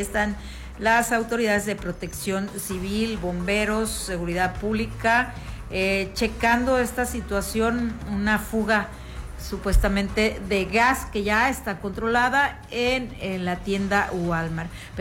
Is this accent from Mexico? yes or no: yes; Mexico; refiriéndonos a nuestro país